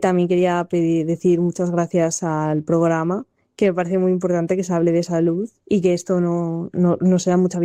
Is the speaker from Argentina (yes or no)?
no; Torrelavega, Cantabria, Spain; tengo 30 años y soy de Torre la Vega.